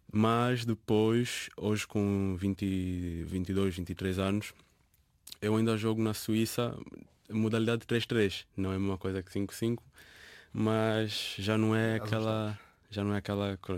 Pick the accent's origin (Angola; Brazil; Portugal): Angola; Luanda; Porque apesar de eu ter tido algumas condições boas durante a minha infância, cresci num bairro um pouco muito, muito pobre, que é o bairro Prenda.